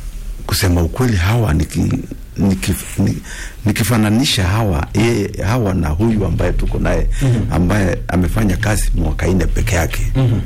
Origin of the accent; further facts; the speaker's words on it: Rift Valley, Kenya; born there; now in Eldoret, Kenya; Kana na hiyo mimi ni mkaaji wa Eldoret wa Rift Valley na nimesaliwa upande wa Rift Valley.